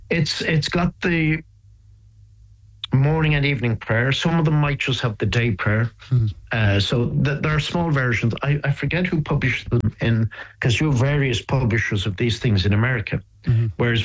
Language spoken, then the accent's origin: English; Dublin, Leinster, Ireland; a brother, Oliver, was a Passionist brother when I was growing up in Dublin